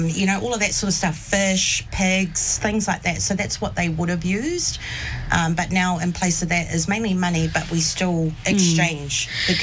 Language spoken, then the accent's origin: English; New Zealand; I'm born and raised in New Zealand.